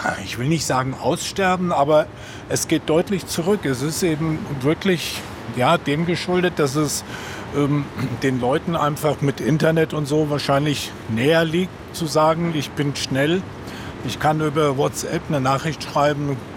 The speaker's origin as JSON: {"language": "German", "town": "Eschwege", "region": "Hesse", "country": "Germany", "tie": "born or raised there", "said": "Ich komme eigentlich aus Nordhessen, aus Eschwege, ist eine schöne Fachwerkstadt und da bin ich groß geworden."}